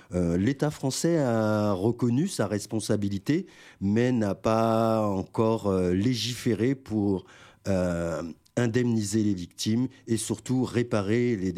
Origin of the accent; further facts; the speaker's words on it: Guadeloupe; je suis originaire de la Guadeloupe